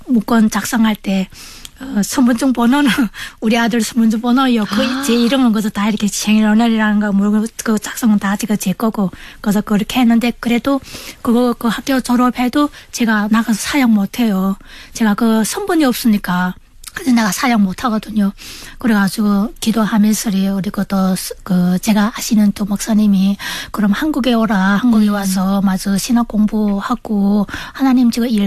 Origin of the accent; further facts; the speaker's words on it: North Hamgyong, North Korea; now in South Korea; 남한 정차 간지 2개월 된 함경북도에서 온